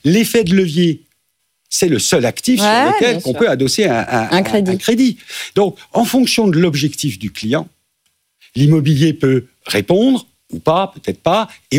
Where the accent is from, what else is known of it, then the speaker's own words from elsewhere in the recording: Nantes, Pays de la Loire, France; Moi, nous, on vient de Nantes.